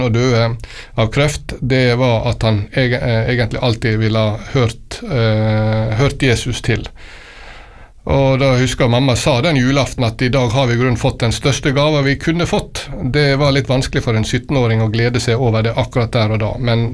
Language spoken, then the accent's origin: Norwegian; Langevåg, Møre og Romsdal, Norway; Ja, født og oppvokst I Langevåg. Det noe lenge siden jeg bodde der.